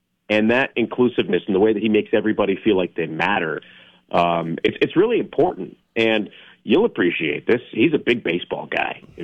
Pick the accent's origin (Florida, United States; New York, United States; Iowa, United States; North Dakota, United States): New York, United States; I'm like, so I grew up in New York, and he just starts laughing.